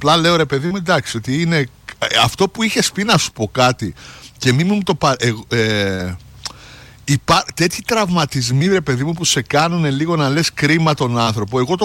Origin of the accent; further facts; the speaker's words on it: Greece; Επειδή είμαστε ντουγάνια ως Έλληνες